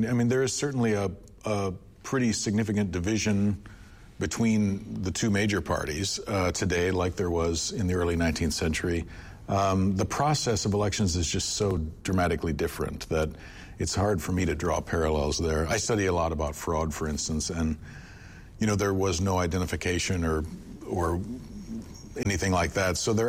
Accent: Fargo, North Dakota, United States; moved away as an adult; now in Upper Peninsula of Michigan, United States; I grew up in North Dakota.

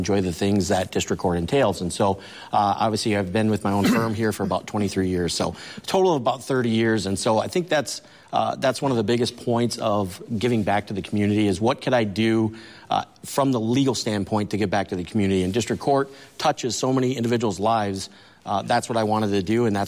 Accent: Michigan, United States; So I grew up right here in Marquette County. I'm basically born and raised.

